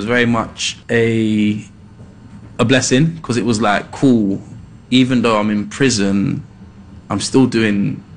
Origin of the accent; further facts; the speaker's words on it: London, United Kingdom; growing up in Peckham